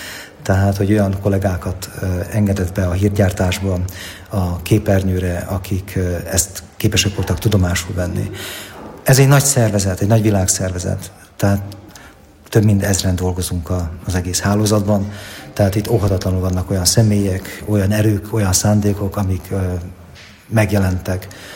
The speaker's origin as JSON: {"language": "Hungarian", "country": "Hungary", "said": "magyarként a nemzetközi térben mindig ilyen kisebbségi komplexusaink vannak."}